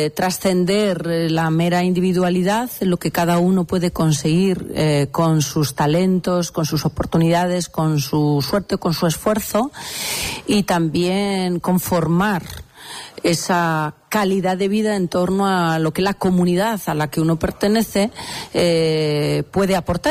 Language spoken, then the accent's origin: Spanish; Tudela, Navarre, Spain; Congreso que se celebra en Tudela, en Navarra, por tanto mi tierra